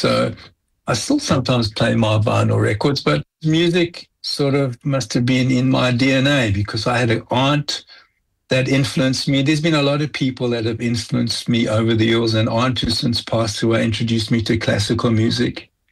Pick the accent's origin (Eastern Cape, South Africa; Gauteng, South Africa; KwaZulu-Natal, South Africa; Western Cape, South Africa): Gauteng, South Africa; Johannesburg; moved away; I immigrated from South Africa, Johannesburg, almost 40 years ago, very close to that.